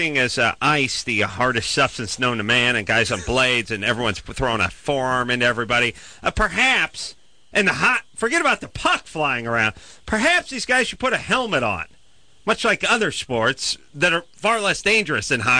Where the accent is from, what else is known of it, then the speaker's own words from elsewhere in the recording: Los Angeles, California, United States; I'm from North Hollywood.